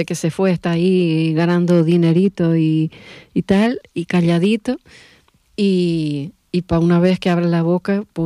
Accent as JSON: {"language": "Spanish", "region": "Canary Islands", "country": "Spain", "said": "aquí somos africanos, estamos en África realmente."}